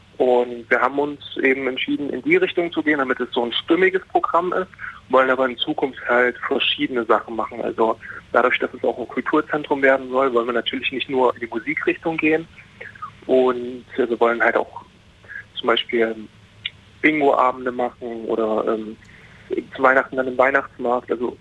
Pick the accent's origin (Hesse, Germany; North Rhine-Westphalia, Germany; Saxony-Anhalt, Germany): Saxony-Anhalt, Germany; Bitterfeld-Wolfen; wir kommen aus Bitterfeld-Wolfen